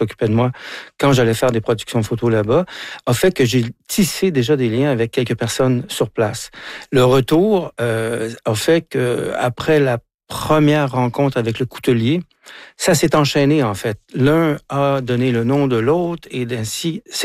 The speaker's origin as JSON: {"language": "French", "region": "Quebec", "country": "Canada", "said": "Sauf que maintenant, j'y vais en tant que Québécois et on a une toute autre ouverture vis-à-vis les Corses."}